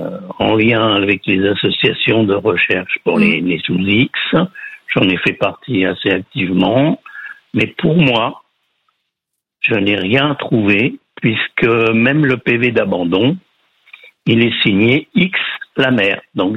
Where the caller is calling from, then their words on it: Bourron-Marlotte, Île-de-France, France; De Bourg-Marlotte, en Seine-et-Marne.